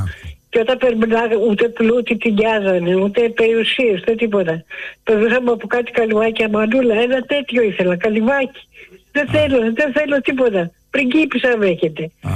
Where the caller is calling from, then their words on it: Artemida, Attica, Greece; από Αρτέμιδα.